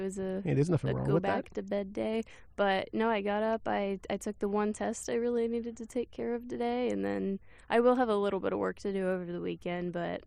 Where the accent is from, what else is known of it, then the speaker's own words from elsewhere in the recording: Kansas City, United States; moved away as an adult; I'm from KC, so not too terrible of a drive to get back here for school, but close enough that I can get home.